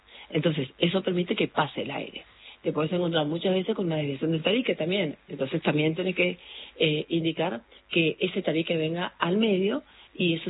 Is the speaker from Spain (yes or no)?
no; Bellavista, Corrientes, Argentina; born or raised there; now in Buenos Aires, Argentina